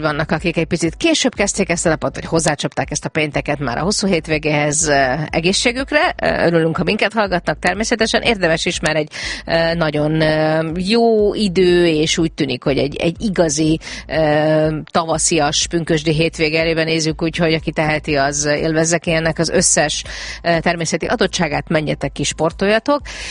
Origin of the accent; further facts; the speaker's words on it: Hungary; akikre nem csak mi magyarok vagyunk büszkék